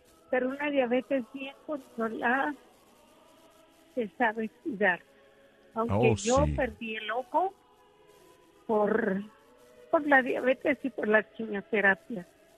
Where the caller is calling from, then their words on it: Guatemala; Lo llamo de Guatemala.